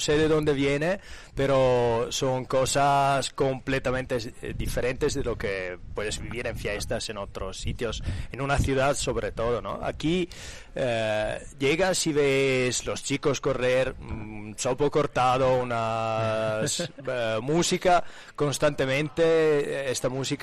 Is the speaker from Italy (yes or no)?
yes; Italy; accent: Italian; Spanish is a second language; yo siendo italiano no hablo tan bien español